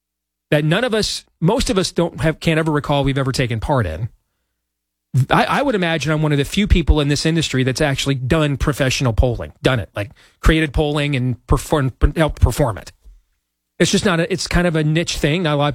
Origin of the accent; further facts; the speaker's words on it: Michigan, United States; like it was in my home state of Michigan